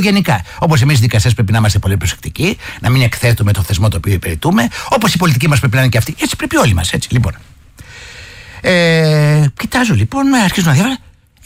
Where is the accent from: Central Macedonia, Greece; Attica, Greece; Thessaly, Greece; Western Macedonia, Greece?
Thessaly, Greece; Από τη Θεσσαλία, που είμαι εγώ